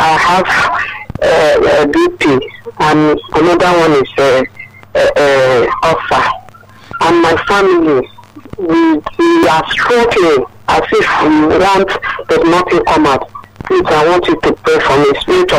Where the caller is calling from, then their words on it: Ogba, Lagos, Nigeria; I'm calling from Ogba.